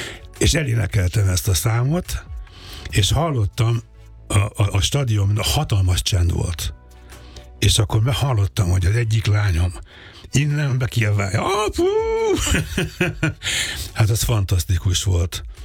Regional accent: Budapest, Hungary; én a Népstadion mellett nőttem fel a Stefánián.

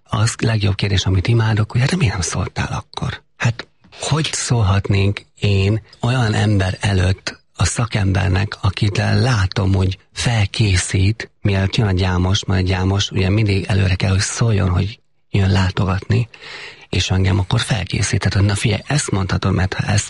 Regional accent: Heves, Hungary; Ugyan Heves megyében nőttem föl. Az ottani rokonok vették meg a legtöbben.

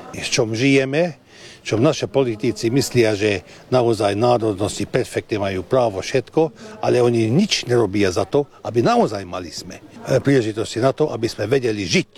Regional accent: Hungary; Normálna vec, že my rodine po slovensky hovoríme a všade skúsime po slovensky hovoriť. Lebo my nie sme len Maďari, my sme aj Slováci. Aspoň tak sa cítime.

